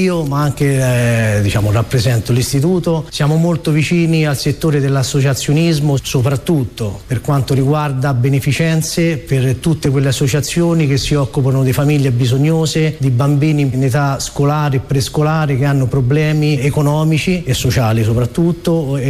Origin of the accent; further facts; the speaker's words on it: Ronciglione, Lazio, Italy; Invito tutti a venire a Ronciglione, soprattutto oltre a visitare le bellezze naturalistiche e paesaggistiche del nostro paese